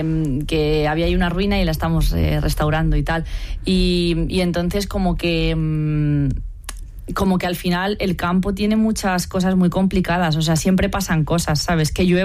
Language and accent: Spanish; Community of Madrid, Spain; moved away as an adult; now in Villamayor de Santiago, Spain; nací en Madrid y me crié un poco en la periferia madrileña